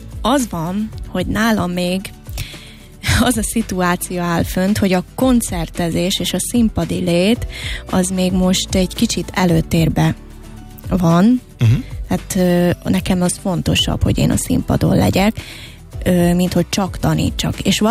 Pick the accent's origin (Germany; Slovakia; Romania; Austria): Slovakia; moved away as an adult; now in Budapest, Hungary; megélettem a romaságomat, tehát ez nagyon fontos, hogy ugye felvidékiként fölkerülsz Budapestre. Tehát eleve az, hogy ugye egy nagyvárosba kerültem.